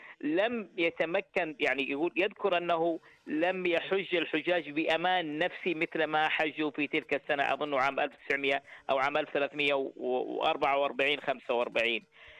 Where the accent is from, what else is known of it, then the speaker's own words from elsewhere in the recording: Saudi Arabia; نتشرف جميعا كسعوديين